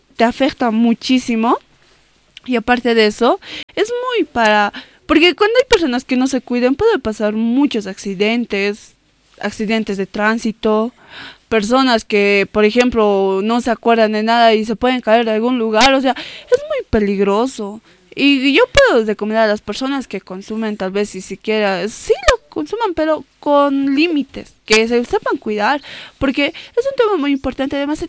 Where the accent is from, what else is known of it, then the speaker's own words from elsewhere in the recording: Bolivia; Como bolivianos deberíamos sentirnos orgullosos